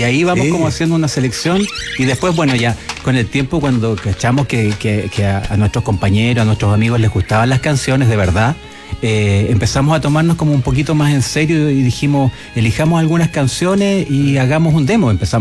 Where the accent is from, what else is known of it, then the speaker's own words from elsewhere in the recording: Chile; moved away; Yo me fui de Chile, me fui a México a probar suerte como compositor, como productor musical también.